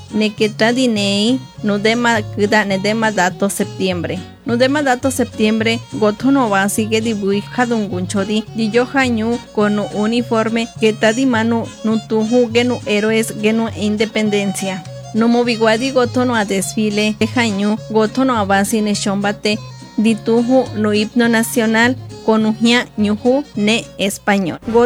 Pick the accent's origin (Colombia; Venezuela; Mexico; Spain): Mexico; todos los mexicanos nos sentimos orgullosos de vivir en este país